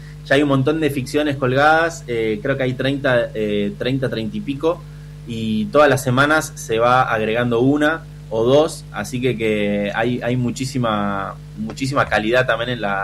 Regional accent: La Plata, Buenos Aires Province, Argentina; Nosotros somos de La Plata

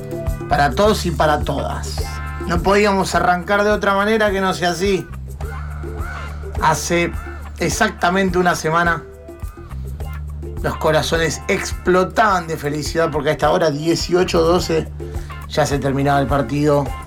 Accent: Argentina; como somos futboleros y como somos argentinos

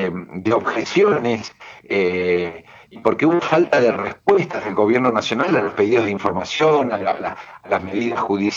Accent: Argentina; no 50, que somos los argentinos, en un país enorme, lleno de bienes naturales.

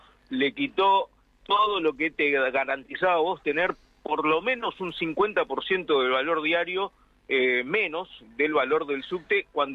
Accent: San Martín, Buenos Aires Province, Argentina; Nosotros que vivimos en provincia, y digo nosotros porque yo soy de San Martín

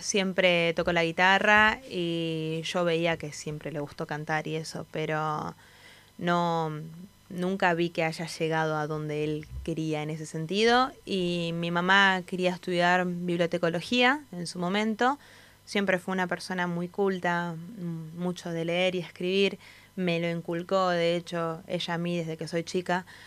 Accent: Comodoro Rivadavia, Chubut, Argentina; born there; moved away as an adult; now in Buenos Aires, Argentina

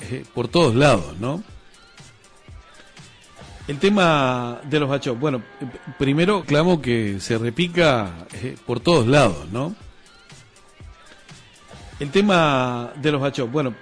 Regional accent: Córdoba, Argentina; En la provincia de Córdoba.

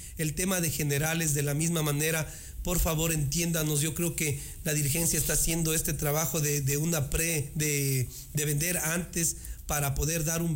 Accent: Baños de Agua Santa, Tungurahua, Ecuador; somos gente de Baños

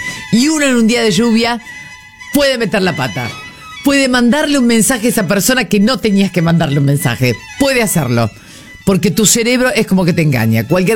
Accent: Argentina; los argentinos somos difíciles

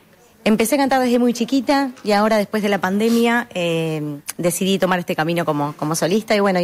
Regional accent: Paysandú, Uruguay; Soy de Uruguay, vengo de Paysandú, frente a Colón Entre Ríos.

